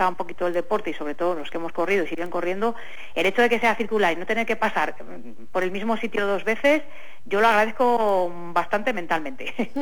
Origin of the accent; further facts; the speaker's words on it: Spain; yo soy de Medina